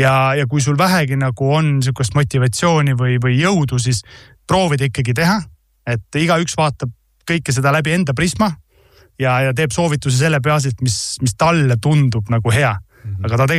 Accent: Tallinn, Harju County, Estonia; born there; 7. klassis, kui ma õppisin Tallinna Saksa gümnaasiumis, ma läksin õppima saksa keelsesse osakonda.

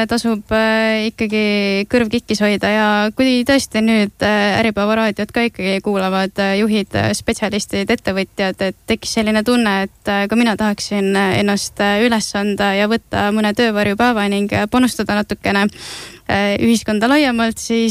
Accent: Põlva County, Estonia; olen isegi Põlvamaalt pärit ja teeb ka ennast nii-öelda väiksest kohast tulles murelikuks see, kuidas kõik liigub ikkagi Tallinna suunas.

